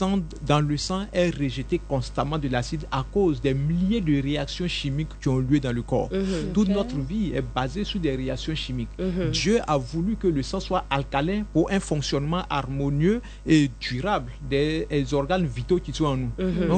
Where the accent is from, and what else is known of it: Côte d’Ivoire